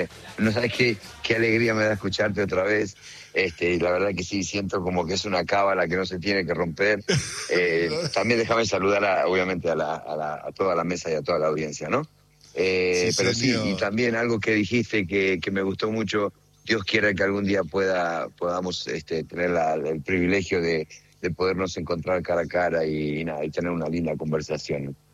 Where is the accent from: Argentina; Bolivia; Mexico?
Argentina; Hoy somos todos argentinos.